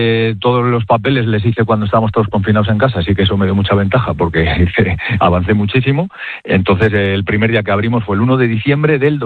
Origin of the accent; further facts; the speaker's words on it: Mayorga, Castile and León, Spain; Mayorga, que es mi pueblo